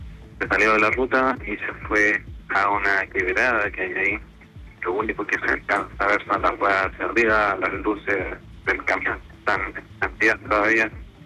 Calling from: Valparaíso, Chile; Mira, de la Ruta 5 Norte. Acabo de pasar por el kilómetro 166 en dirección a Santiago.

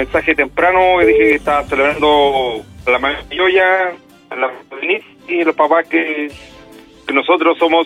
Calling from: Talcahuano, Biobío, Chile; En Talcahuano.

